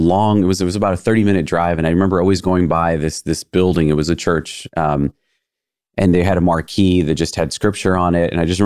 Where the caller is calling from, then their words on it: Austin, Texas, United States; I'm from Austin